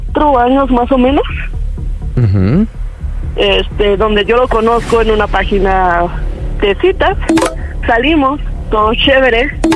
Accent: Mexico City, Mexico; Soy de la Ciudad de México y tengo 27 años.

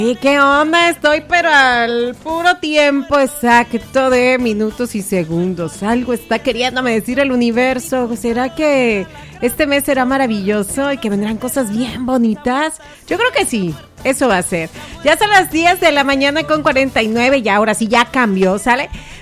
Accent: Mexico; de lo que somos hechos los mexicanos

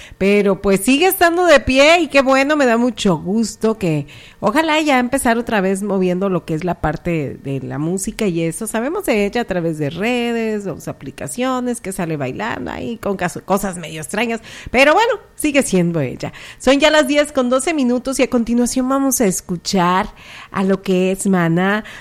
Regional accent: Mexico; nosotros como buenos mexicanos

